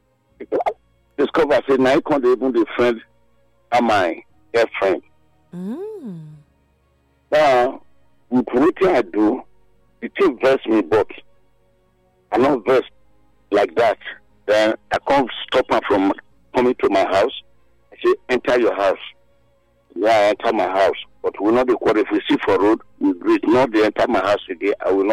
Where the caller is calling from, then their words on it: Benin City, Edo, Nigeria; I'm calling from Azagba, Benin City here.